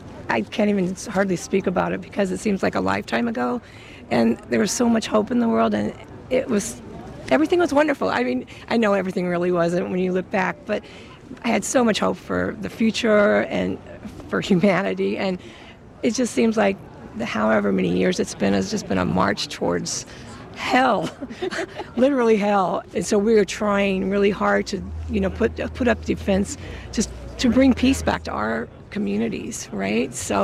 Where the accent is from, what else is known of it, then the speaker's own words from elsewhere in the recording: Scottsdale, Arizona, United States; I'm from Scottsdale, Arizona. And I came just for this moment in time.